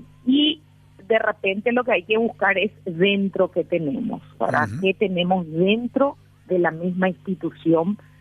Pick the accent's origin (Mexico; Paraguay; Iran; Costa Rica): Paraguay